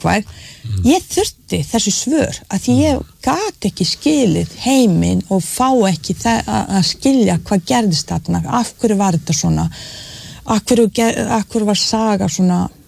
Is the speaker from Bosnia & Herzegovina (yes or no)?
yes; Bosnia & Herzegovina; næsta borg við hliðina mínum heimabæ þar sem voru hryllingssögur